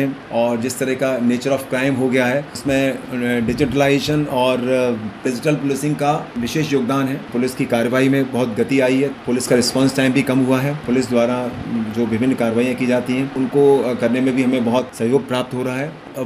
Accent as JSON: {"language": "Hindi", "town": "Gwalior", "region": "Madhya Pradesh", "country": "India", "tie": "born or raised there", "said": "मैं ग्वालियर से हूँ"}